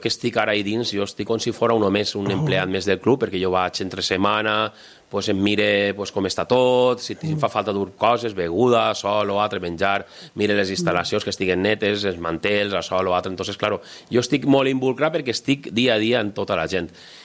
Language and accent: Catalan; Cocentaina, Valencian Community, Spain; nosaltres, independentment de que som de Cocentaina